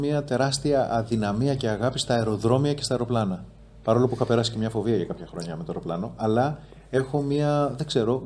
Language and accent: Greek; Heraklion, Crete, Greece; also born or lived in Athens; γεννήθηκα στην Αθήνα και έζησα τα πρώτα 4 χρόνια της ζωής μου. Μέχρι παιδικό σταθμό πήγα στην Κρήτη και προνήπιο, νομίζω.